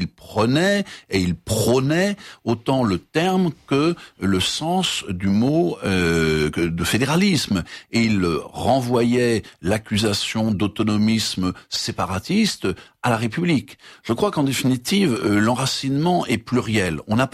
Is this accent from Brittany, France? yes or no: yes; Brittany, France; born there; Je suis breton par naissance, avec d'autres héritages, normands, ménos, etc. Et c'est parce que je suis breton que je m'inscris dans une histoire longue